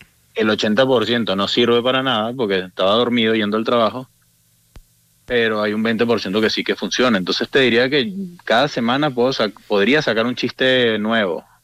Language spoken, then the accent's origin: Spanish; Venezuela; moved away as an adult; now in Spain; yo, bueno, que soy venezolano, viví hasta los 24 años en Venezuela, tengo 32, y desde los 24 vivo en España